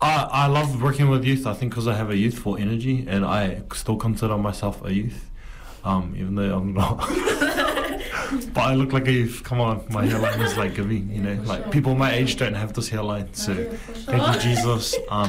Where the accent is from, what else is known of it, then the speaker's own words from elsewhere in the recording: Auckland, New Zealand; So that's what life was like for me as a Pacific Island person growing up in New Zealand at the time.